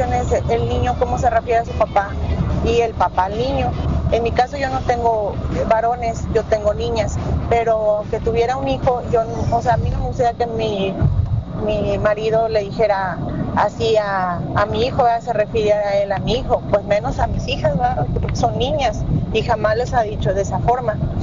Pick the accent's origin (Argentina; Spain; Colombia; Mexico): Mexico; northern Mexico; También los del norte hablamos muy fuerte y vas a otro estado y te dicen, ay, estás gritando, o sea, pero pues no es grita, no estás enojado, es que así se habla aquí en el norte.